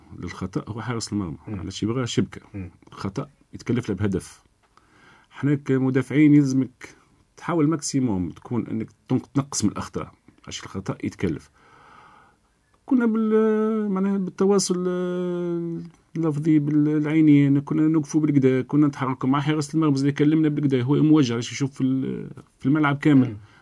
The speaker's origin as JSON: {"language": "Arabic", "town": "Gafsa", "region": "Gafsa Governorate", "country": "Tunisia", "said": "أنا من قفصة"}